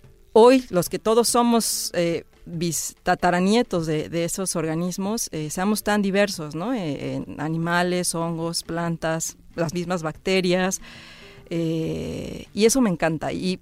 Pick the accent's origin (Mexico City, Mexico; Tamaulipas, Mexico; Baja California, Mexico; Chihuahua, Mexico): Mexico City, Mexico; Yo soy de la Ciudad de México, entonces tenemos lamentablemente, no son tan terribles, una relación con las cucarachas